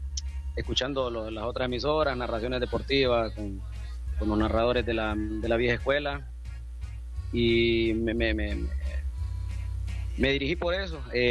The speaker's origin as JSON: {"language": "Spanish", "country": "Honduras", "tie": "born or raised there", "also_born_or_lived": "Choloma", "moved": "as an adult", "said": "Nací en Manrales, Manrales arriba, en barrio Manrales arriba"}